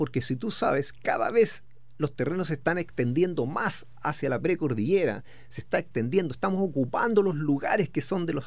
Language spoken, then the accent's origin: Spanish; Linares, Maule, Chile; Nosotros somos de Linares, de una ciudad linda, preciosa, ¿ya?, y que cada vez está quedando mejor.